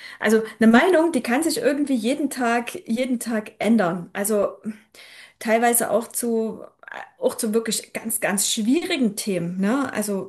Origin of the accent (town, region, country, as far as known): Saxony, Germany; born or raised there